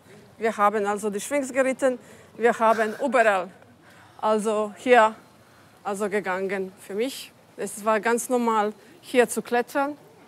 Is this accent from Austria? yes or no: no; Split, Split-Dalmatia County, Croatia; German is a second language; ich bin von hier. Ich bin in Split geboren seit, sagen wir nicht wie viele Jahren.